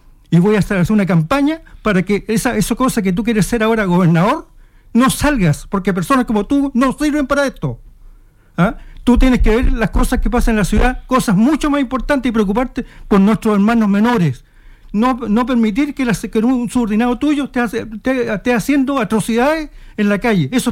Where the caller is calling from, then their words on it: Iquique, Tarapacá, Chile; también soy de Iquique.